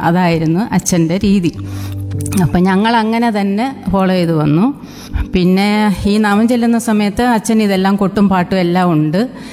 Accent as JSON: {"language": "Malayalam", "town": "Chirakkara", "region": "Kerala", "country": "India", "tie": "born or raised there", "said": "ഞാൻ കൊല്ലം ജില്ലയിൽ ഇപ്പോൾ താമസിക്കുന്നത് ചാത്തന്നൂർ. പക്ഷേ ഞാൻ ജനിച്ചു വളർന്നതൊക്കെ കൊല്ലം ജില്ലയിൽ തന്നെ ചിറക്കര എന്ന് പറഞ്ഞൊരു സ്ഥലമുണ്ട്. ഒരു കൊച്ചു ഗ്രാമം, നല്ല സുന്ദരിയായ ഒരു ഗ്രാമം."}